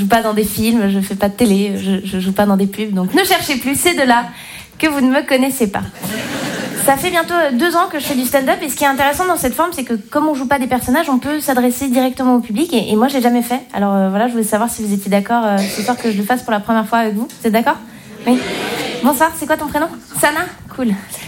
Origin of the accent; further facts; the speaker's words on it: Switzerland; Moi, je suis Suisse. Et donc, comme je viens pas d'ici